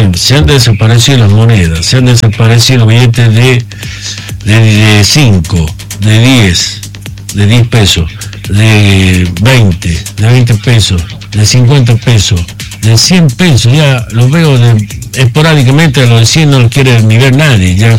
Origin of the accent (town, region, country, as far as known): Argentina